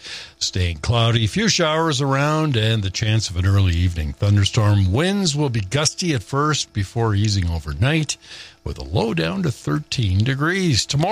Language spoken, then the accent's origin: English; Toronto, Ontario, Canada; moved away; I grew up in Toronto. I'm born and raised there and spent most of my life in Toronto.